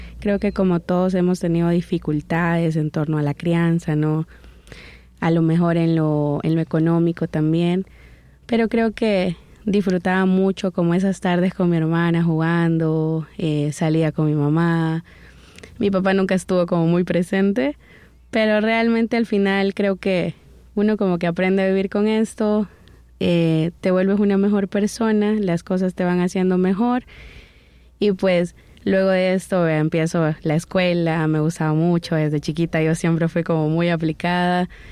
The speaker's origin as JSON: {"language": "Spanish", "region": "San Salvador", "country": "El Salvador", "tie": "born or raised there", "said": "tengo actualmente 32 años, nací en San Salvador, soy originaria de acá, ¿verdad? Mis padres, pues uno es de La Libertad, mi papá, y mi mamá viene desde Usulután, del oriente del país."}